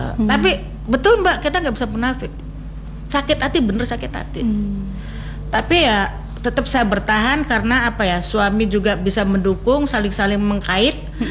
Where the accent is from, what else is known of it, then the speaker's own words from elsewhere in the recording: Makassar, South Sulawesi, Indonesia; moved away; Kita orang Makassar kan identik dengan jeruk nipis.